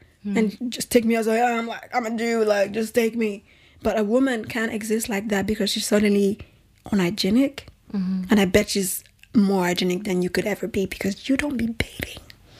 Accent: Nigeria; moved away; I grew up in Nigeria and we didn't usually shave legs. When I moved to Europe, I saw that people shave legs.

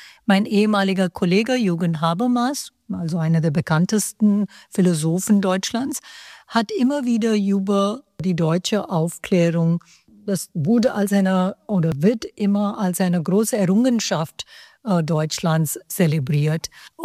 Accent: India; first language Hindi; German is a second language; Meine erste Sprache ist Hindi.

